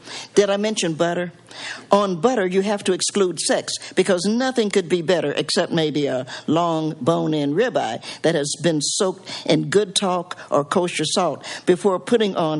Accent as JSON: {"language": "English", "region": "Appalachia", "country": "United States", "said": "aside from the fact that I'm an Appalachian, I'm a big fan of Appalachia."}